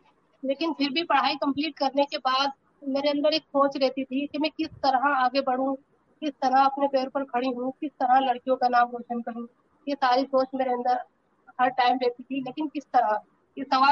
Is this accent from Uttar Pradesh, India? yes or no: yes; Rampur, Uttar Pradesh, India; और मैं रामपुर शहर के छोटे से मोहल्ले कलकत्त के रहने वाली हूँ।